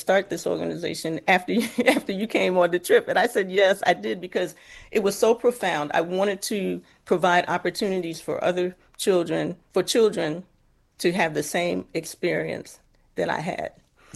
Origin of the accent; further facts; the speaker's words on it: United States; born there; my identity as an African born in America. Even though later on I found out that I'm not from Senegal